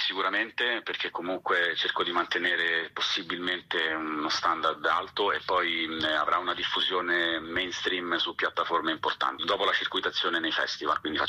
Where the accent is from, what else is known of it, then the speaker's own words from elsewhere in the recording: Apulia, Italy; moved away; io sono pugliese di origine